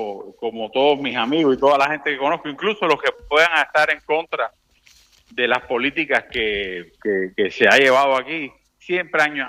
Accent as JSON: {"language": "Spanish", "country": "Cuba", "tie": "born or raised there", "also_born_or_lived": "Panama", "moved": "as an adult", "said": "yo nací en Cuba, toda mi infancia y parte de mi juventud viví en Cuba, y ya a finales de los 20, sobre los 29 años, yo entonces fue que yo emigré a Panamá"}